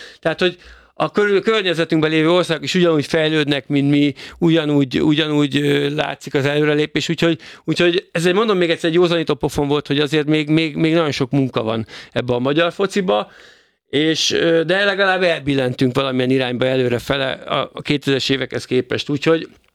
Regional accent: Hungary

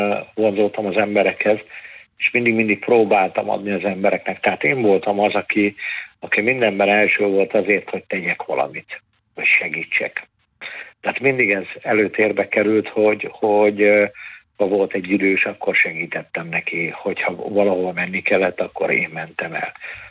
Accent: Dunavecse, Bács-Kiskun, Hungary; és én dunavecsei származású vagyok, tehát hála jó Istennek velünk az ottani magyar emberek és a tanárok, vagy bárkik az utcában soha nem éreztették velünk azt, tehát, hogy mi cigányok vagyunk.

